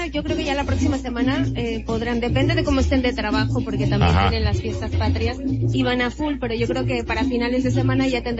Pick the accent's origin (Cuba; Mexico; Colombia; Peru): Mexico; now in Barcelona, Spain; Sí, que cada vez somos más mexicanos por aquí, en sí, todos lados, ¿no?